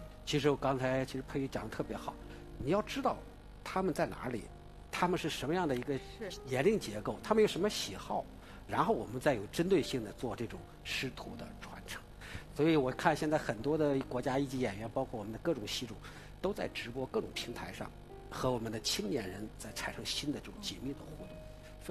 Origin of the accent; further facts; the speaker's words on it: Henan, China; moved away; 其实我是河南人啊，